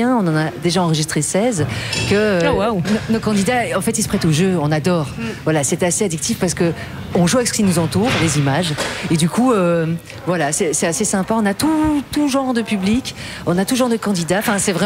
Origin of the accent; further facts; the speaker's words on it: Brussels, Belgium; Moi je suis bruxelloise en fait d'origine et au départ, et j'ai découvert le Hainaut, la Wallonie.